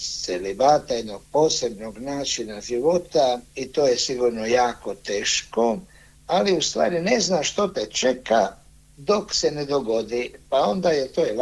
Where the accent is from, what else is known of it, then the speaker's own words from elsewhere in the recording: Pula, Istria County, Croatia; Ja sam rođen u Puli 1959. u ribarskoj obitelji. Stanovali smo u Prvomajskoj na početku kod Zlatnih vrata, a zatim na Stoji i poslije na Velom vrhu.